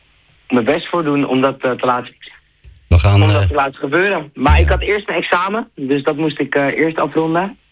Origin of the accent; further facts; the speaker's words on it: Haarlem, North Holland, Netherlands; born there; ik ben geboren in Haarlem en ik woon in de buurt van Amsterdam.